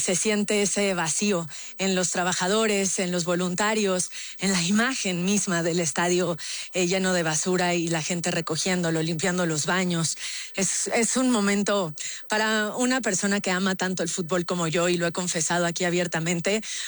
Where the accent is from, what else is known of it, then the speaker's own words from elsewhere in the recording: Mexico; Vivi, creo que hay que destacar lo que hicimos como mexicanos, más allá del funcionamiento del equipo